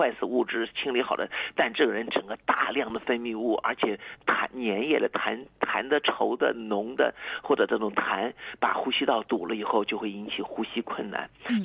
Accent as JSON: {"language": "Chinese", "country": "China", "said": "我们中国人"}